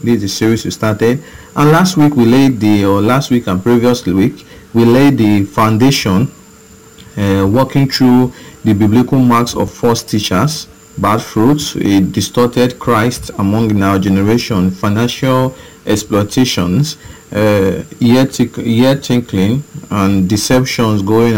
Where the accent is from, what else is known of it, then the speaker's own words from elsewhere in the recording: Okada, Edo, Nigeria; from Okada Town.